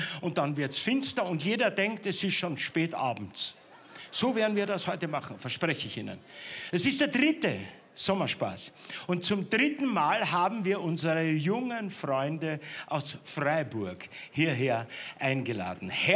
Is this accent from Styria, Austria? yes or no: yes; Styria, Austria; Aber genauso leidenschaftliche Musiker begrüßen wir jetzt aus meinem Heimatland, aus der schönen, grünen Steiermark.